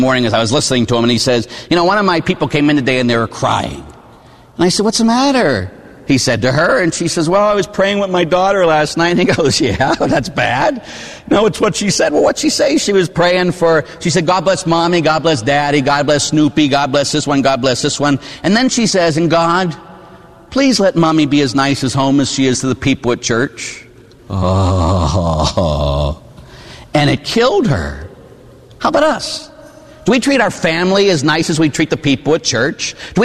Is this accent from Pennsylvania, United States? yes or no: yes; Pittsburgh, Pennsylvania, United States; I grew up in Pittsburgh, huh? I told you about my mother a little bit and my father. Both of them were City of Pittsburgh police officers, huh?